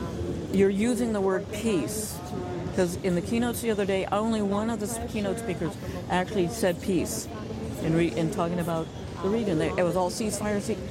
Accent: United States; as an American citizen and as an American

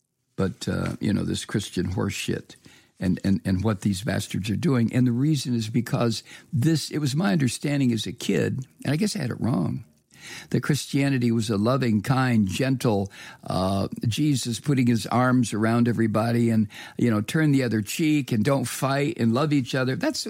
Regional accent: United States; I am an American. I am a citizen in a country that the rest of the world now looks at.

